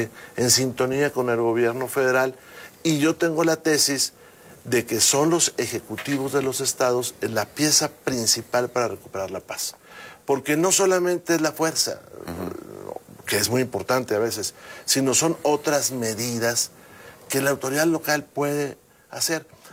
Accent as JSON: {"language": "Spanish", "country": "Mexico", "said": "Claro, como mexicanos podemos observar, pero ellos deben de tomar sus decisiones."}